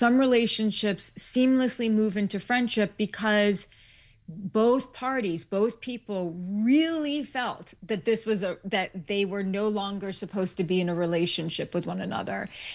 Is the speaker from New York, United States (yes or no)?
yes; New York City, New York, United States; I lived my whole life in New York City. Yeah, I lived my entire life in New York City. I'm a New York City girl.